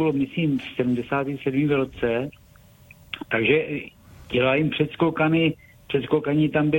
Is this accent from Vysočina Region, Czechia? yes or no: yes; Jihlava, Vysočina Region, Czechia; jsem byl jako Jihlavák, jsem byl v Jihlavě